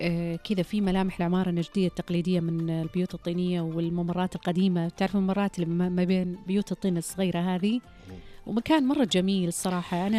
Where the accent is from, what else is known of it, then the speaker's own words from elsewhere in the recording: Riyadh, Riyadh Province, Saudi Arabia; طفولتي كانت في الرياض في الملز،